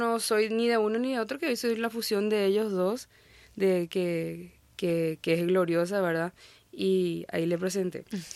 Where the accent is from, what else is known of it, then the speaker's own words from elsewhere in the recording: Paraguay; now in Brazil; una caña paraguaya, que representaba mi tierra